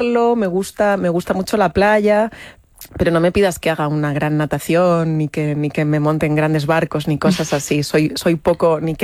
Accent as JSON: {"language": "Spanish", "town": "Madrid", "region": "Community of Madrid", "country": "Spain"}